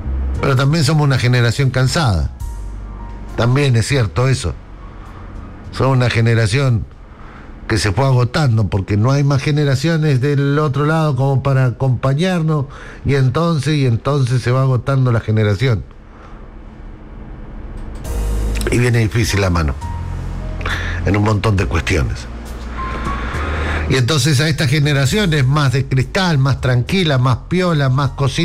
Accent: Berisso, Buenos Aires Province, Argentina; nos criamos acá en Berisso.

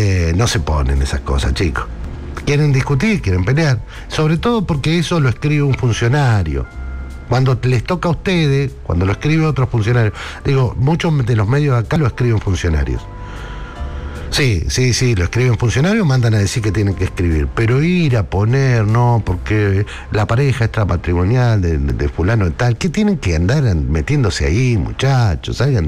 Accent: Argentina

